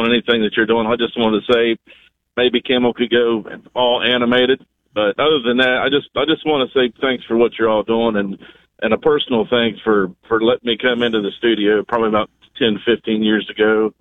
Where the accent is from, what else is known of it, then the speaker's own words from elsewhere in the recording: West Virginia, United States; I'm not sure how far away Warsaw, Indiana is from my hometown